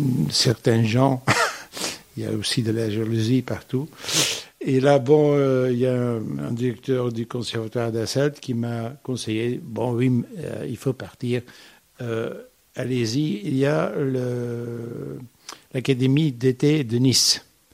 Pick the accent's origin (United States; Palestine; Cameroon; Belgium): Belgium; je suis belge, mais je suis en dehors